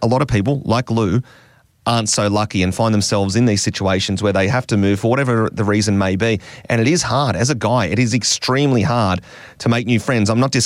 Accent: Wollongong, New South Wales, Australia; being born and raised here in Wollongong, growing up in Dapto, did my whole entire school life here.

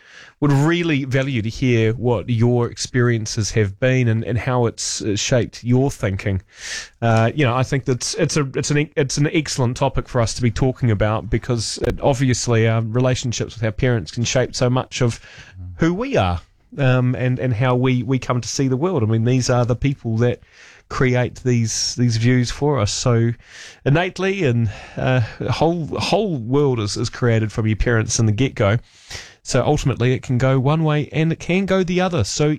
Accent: Dunedin, Otago, New Zealand; And considering we grew up in Dunedin, it's kind of funny.

